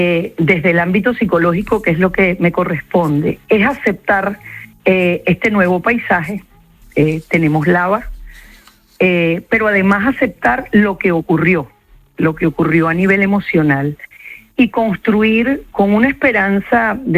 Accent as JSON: {"language": "Spanish", "country": "Venezuela", "said": "yo vengo de Venezuela, de superar un deslave, una vaguada"}